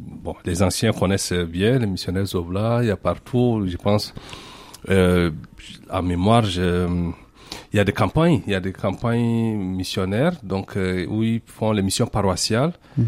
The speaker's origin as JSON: {"language": "French", "country": "Chad", "tie": "born or raised there", "moved": "as an adult", "lives_now": "Lourdes, France", "said": "donc je suis originaire du Tchad et je suis missionnaire Oblat de Marie Immaculée."}